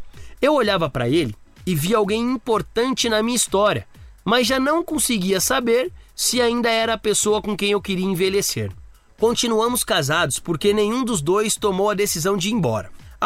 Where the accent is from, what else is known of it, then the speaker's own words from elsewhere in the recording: Bahia, Brazil; born there; Nasci na Bahia.